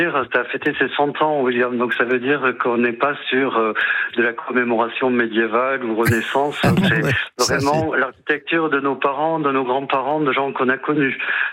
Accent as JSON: {"language": "French", "town": "Toulouse", "region": "Occitanie", "country": "France", "said": "Je suis toulousain, donc je parle sans crainte."}